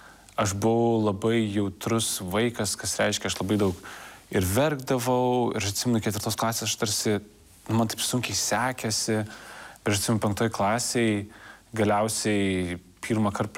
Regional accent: Vilnius, Vilnius County, Lithuania; born there; kad aš gimiau Lietuvoje, kad aš gimiau Pašilaičių rajone.

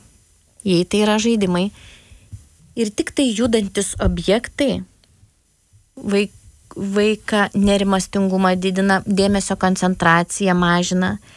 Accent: Anykščiai, Utena County, Lithuania; Esu pati iš Anykščio

